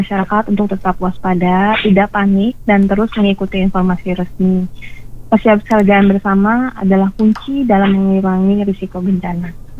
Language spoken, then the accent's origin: Indonesian; Jakarta, Indonesia; bagaimana bisa kami warga Jakarta itu bukan hanya apa memandang air sebagai fasilitas di dalam kota, tapi mereka juga bisa hidup bersama air.